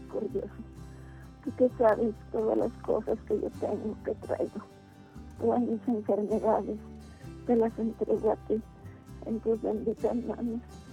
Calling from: Uruapan, Michoacán, Mexico; hablo de Uruapan, Michoacán.

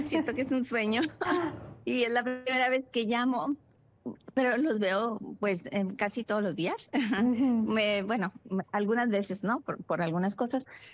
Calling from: Tampico, Tamaulipas, Mexico; Estoy hablando de Tampico, Tamaulipas, en México.

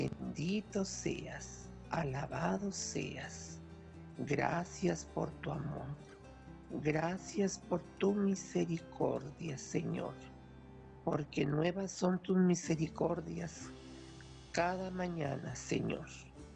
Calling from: Santa Bárbara, Chihuahua, Mexico; de Santa Bárbara, Chihuahua.

